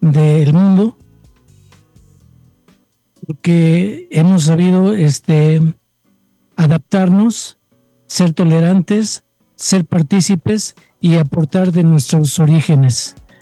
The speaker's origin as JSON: {"language": "Spanish", "country": "Mexico", "said": "Estoy feliz por ser mexicano."}